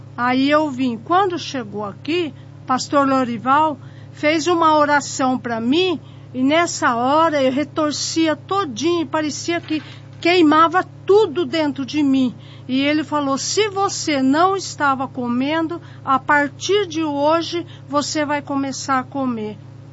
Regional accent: Novo Oriente, Ceará, Brazil; Eu vim do Novo Oriente.

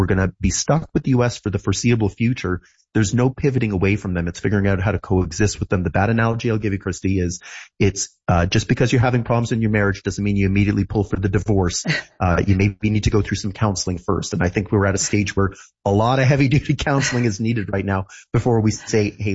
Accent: Ontario, Canada; I don't live in Ontario, but I grew up in Ontario, and I'm very familiar with the LCBO.

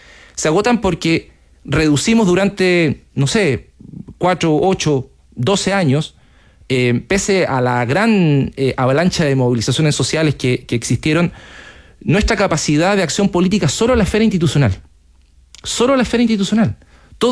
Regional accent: Punta Arenas, Magallanes and Chilean Antarctica, Chile; en Punta Arenas, en mi ciudad natal

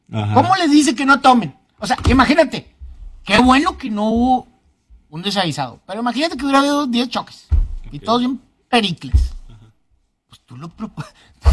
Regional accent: Mexico; ese día, no, no, nos estábamos muriendo nosotros como mexicanos.

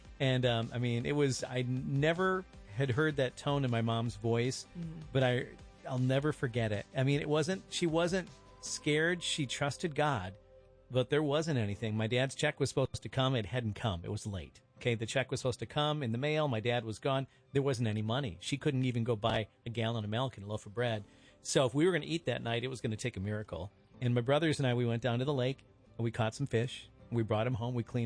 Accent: Minnesota, United States; moved away; I was born in the Midwest

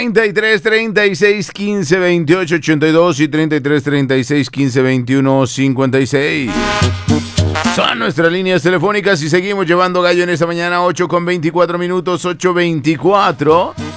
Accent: La Barca, Jalisco, Mexico; now in Birmingham, United States; Saludos desde Birmingham, Alabama. … de La Providencia, La Barca, Jalisco.

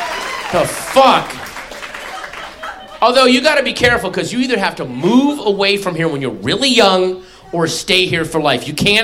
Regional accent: Sterling, Virginia, United States; I grew up in Sterling, Virginia. Actually, you know what? That isn't even accurate. Because Sterling, Virginia didn't even have enough identity to have like a...

